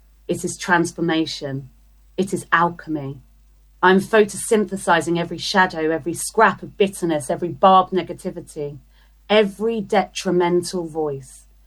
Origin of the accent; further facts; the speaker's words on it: London, United Kingdom; now in Brighton, United Kingdom; As much as I'm from South London, I will never, ever live there ever again. Sorry, South London. I am South London. That's in my bones. That's in my heart.